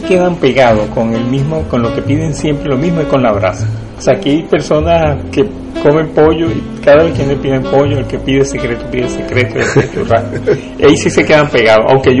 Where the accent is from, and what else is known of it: Venezuela; now in Catalonia, Spain